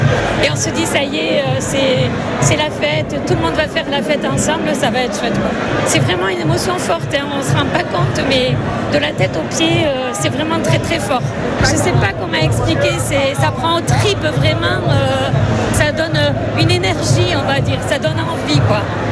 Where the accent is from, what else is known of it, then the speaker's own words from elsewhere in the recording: Bayonne, Nouvelle-Aquitaine, France; Moi, je suis bayonnaise, je suis née à Bayonne, j'ai toujours fait les fêtes de Bayonne.